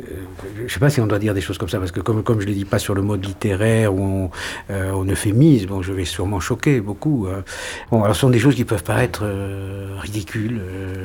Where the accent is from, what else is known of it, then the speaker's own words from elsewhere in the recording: Nouvelle-Aquitaine, France; moved away; Je viens d'un tout petit village du Béarn, du sud-ouest de la France, bon, et d'une famille de tout petits fonctionnaires.